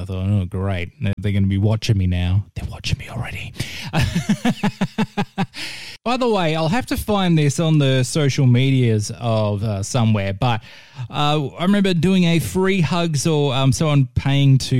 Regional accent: Western Australia, Australia; I'm Western Australian.

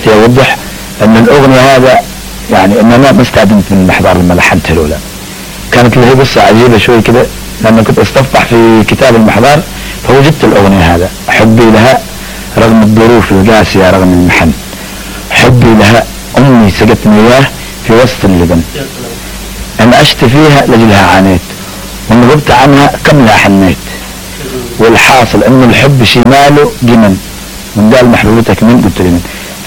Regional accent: Al-Shihr, Hadhramaut, Yemen; born there; وأنا برضو من مواليد منطقة الشحر، فنحن من بلد واحدة

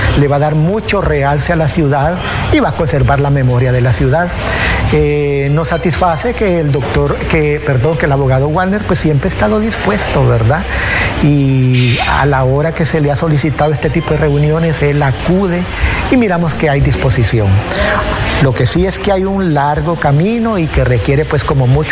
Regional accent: Juticalpa, Olancho, Honduras; somos ciudadanos de Juticalpa, ¿verdad? Y la ciudad nos gusta vivir aquí

